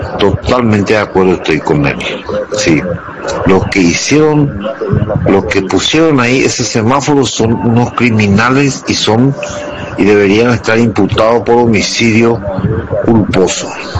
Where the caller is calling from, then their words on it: San Lorenzo, Central, Paraguay; de Reducto San Lorenzo.